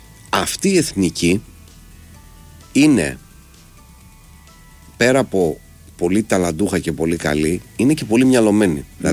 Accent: Greece; να σου το πω για να δεις πώς μπορεί να είμαι Έλληνας

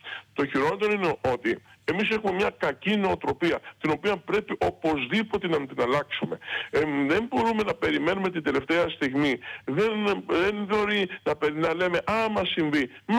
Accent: Greece

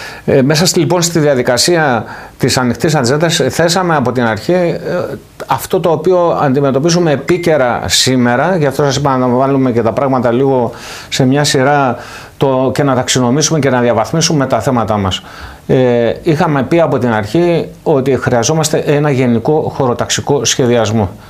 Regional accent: Rhodes, South Aegean, Greece; Σαν Ροδίτης

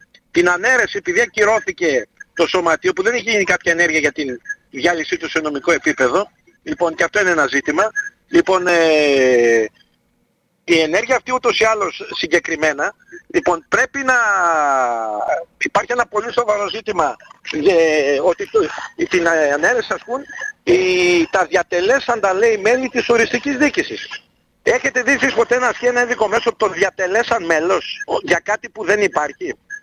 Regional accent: Florina, Western Macedonia, Greece; now in Thessaloniki, Greece; Εγώ γεννήθηκα και μεγάλωσα στη Φλόρινα. Ο πατέρας μου μιλούσε το τοπικό ιδίωμα.

